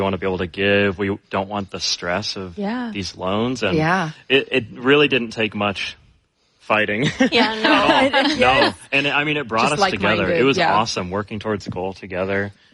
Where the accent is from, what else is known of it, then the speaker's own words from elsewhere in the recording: Peoria, Illinois, United States; We are from Peoria, Illinois.